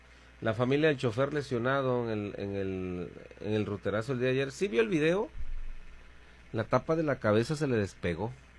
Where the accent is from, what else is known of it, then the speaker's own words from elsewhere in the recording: Ciudad Juárez, Chihuahua, Mexico; Así no somos los de Juárez